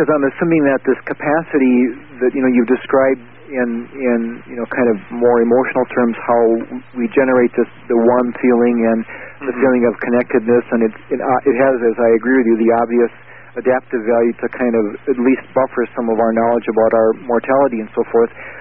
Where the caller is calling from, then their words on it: North Dakota, United States; I'm calling you from North Dakota.